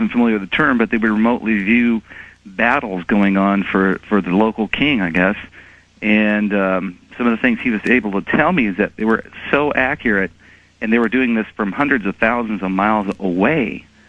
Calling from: Concord, California, United States; Concord, California.

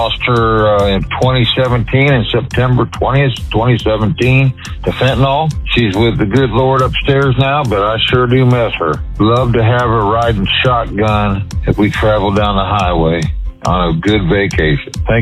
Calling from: Centerton, Arkansas, United States; I'm calling you from Centerton, Arkansas.

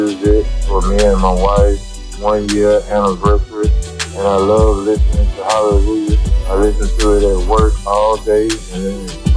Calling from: Fort Payne, Alabama, United States; I'm calling from Fort Payne, Alabama.

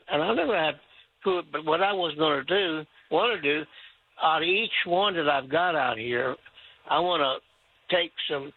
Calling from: Texas, United States; Well, I'm calling from Wilson County, about 12 miles north of Floresville.

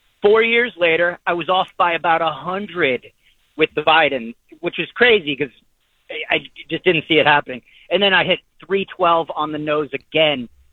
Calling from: Connecticut, United States; I'm in the middle of Connecticut right now.

